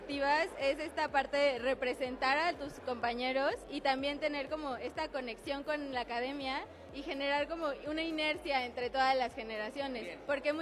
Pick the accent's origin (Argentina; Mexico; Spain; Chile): Mexico; Puebla; also born or lived in Huatulco; Yo soy de aquí, de Puebla.